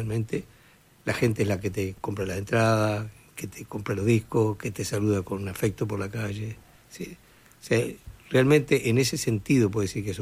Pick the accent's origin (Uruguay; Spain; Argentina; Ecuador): Uruguay; Tacuarembó; moved away as an adult; now in Montevideo, Uruguay; En el 23 de abril, creo que fue, de marzo del 74, arranqué y no volví más a vivir a Tacuarembó.